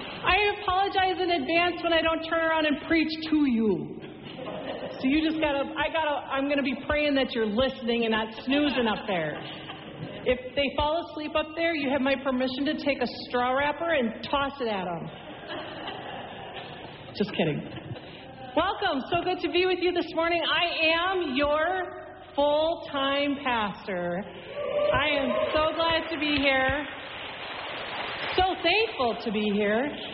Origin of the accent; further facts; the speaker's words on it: Wisconsin, United States; born there; now in Minnesota, United States; I come heralding from Wisconsin. That is my home state.